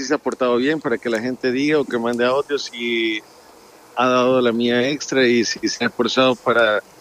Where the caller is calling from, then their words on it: El Salvador; el miércoles ya estaría por ahí en El Salvador para regresar a la rutina